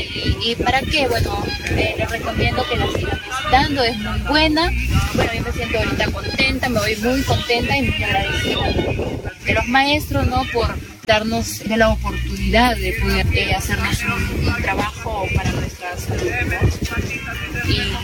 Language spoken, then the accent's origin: Spanish; Piura, Peru; Yo vengo de Piura.